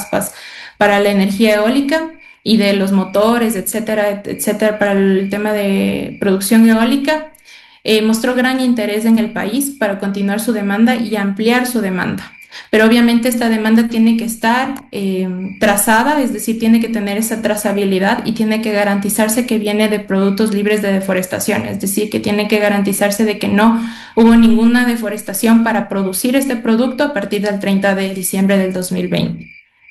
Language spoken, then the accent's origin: Spanish; Ecuador; nosotros como ecuatorianos tenemos que estar preparados